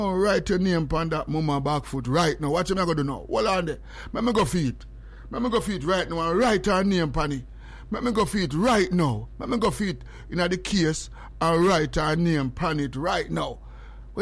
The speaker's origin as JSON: {"language": "English", "country": "Jamaica", "said": "I'm from Jamaica. I mean, no one telling no lie. Ladies and gentlemen, me can't ship it to Jamaica."}